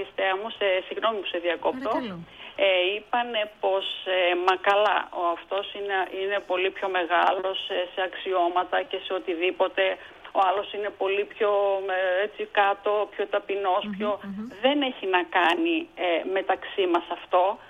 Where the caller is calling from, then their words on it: Greece; από τους Αμπελόκηπους.